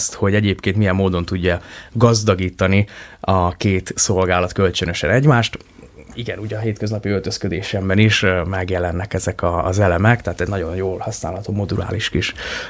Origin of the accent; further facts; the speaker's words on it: Sopron, Győr-Moson-Sopron, Hungary; én soproni vagyok